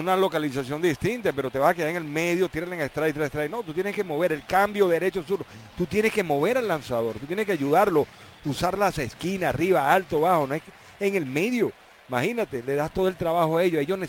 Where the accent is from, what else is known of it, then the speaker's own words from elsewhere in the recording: Bolívar, Venezuela; born there; moved away; Barlovento, es una ciudad que está cerca, por cierto, de donde yo nací, en el estado, está en el estado Bolívar, y está de San Félix